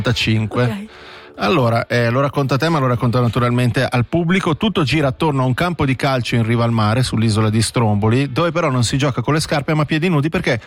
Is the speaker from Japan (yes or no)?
no; Switzerland; strombolani ci mettiamo 3 ore a fargli capire cos'è la Svizzera, perché parliamo italiano.